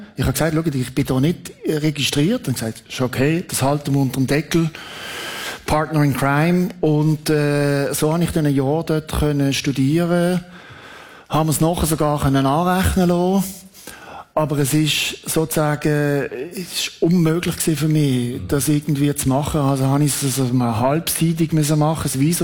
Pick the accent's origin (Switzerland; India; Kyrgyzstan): Switzerland; Und als Schweizer habe ich gefunden, ich bin mir das nicht gewohnt gewesen.